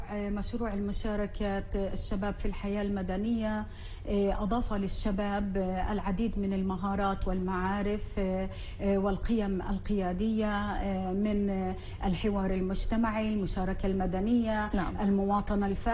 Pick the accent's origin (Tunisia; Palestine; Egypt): Palestine; نحن كفلسطينيين